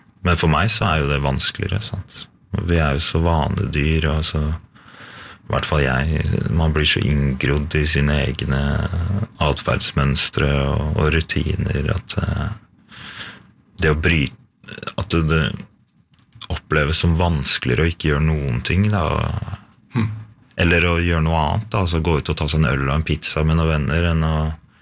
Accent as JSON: {"language": "Norwegian", "town": "Skedsmokorset", "region": "Akershus", "country": "Norway", "tie": "born or raised there", "said": "jeg er fra Skedsmokorset, men familien er fra Finnskogen, ja."}